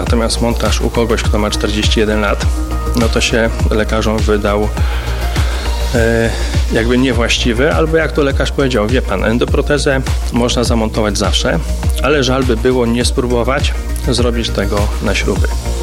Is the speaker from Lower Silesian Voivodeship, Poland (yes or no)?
yes; Jelenia Góra, Lower Silesian Voivodeship, Poland; W Kamiennej Górze zadano mi pytanie, czemu nie Jelenia Góra, skoro jestem z Jeleniej Góry.